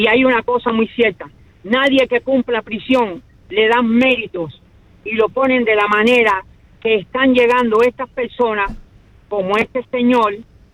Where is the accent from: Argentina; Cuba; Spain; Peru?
Cuba; San Antonio de los Baños, Artemisa; moved away; Y yo soy …, promotora del 11 de julio de San Antonio de los Baños. Me crié ahí y soy de San Antonio de los Baños.